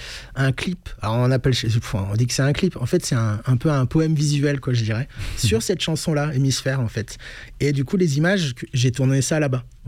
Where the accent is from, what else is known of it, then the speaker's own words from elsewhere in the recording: Chartres, Centre-Val de Loire, France; born there; also born or lived in Albertville; alors, je suis né à Chartres, tu vois, c'est la Beauce, c'est plat.